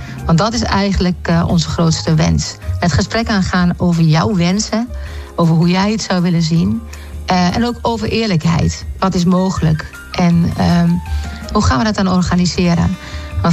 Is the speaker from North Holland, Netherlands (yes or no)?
no; Westerhaar, Overijssel, Netherlands; born there; Ik ben zelf geboren in Westerhaar.